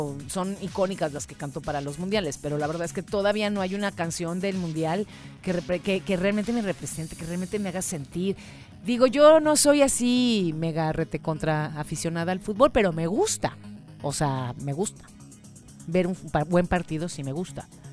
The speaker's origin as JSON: {"language": "Spanish", "country": "Mexico", "said": "como mexicana no me gusta compartir el mundial."}